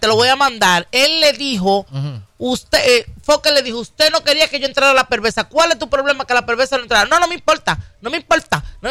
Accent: Dominican Republic; no somos las dominicanas

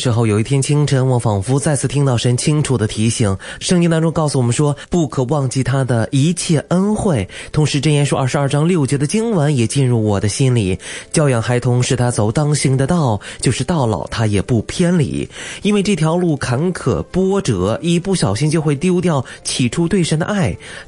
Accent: China; 我们中国人

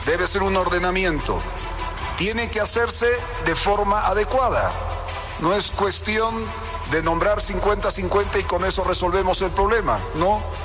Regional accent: Bolivia

